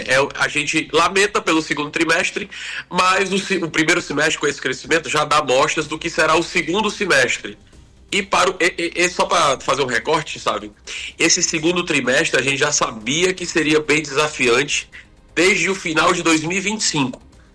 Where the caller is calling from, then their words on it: Juazeiro do Norte, Ceará, Brazil; Falo aqui diretamente do Cariri Cearense, Sávio. Juazeiro do Norte.